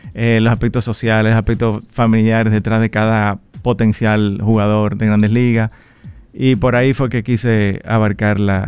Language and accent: Spanish; Dominican Republic; el béisbol siempre ha sido parte de todos nosotros como dominicanos.